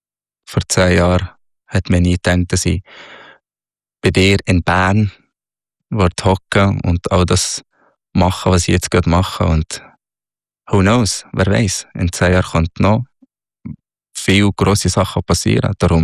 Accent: Egypt; Ja, Snowboard, ich bin Ägypter, ich habe noch nie Schneesport gemacht.

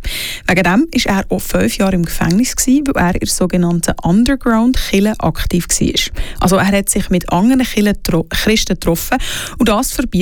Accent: Switzerland; Bei uns in der Schweiz ist ein Kirche etwas ganz Normales.

